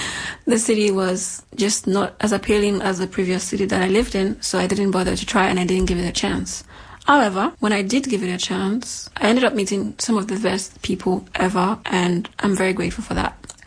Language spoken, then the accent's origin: English; Nigeria; accent: Nigerian; moved away as an adult; also born or lived in Greece; Okay, so I'm from Nigeria. I lived in Nigeria up until I was 18 years old, and then I moved to Greece. I lived in Greece for about 4 years